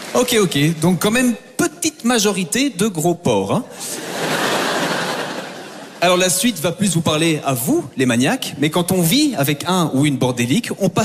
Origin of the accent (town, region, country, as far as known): Belgium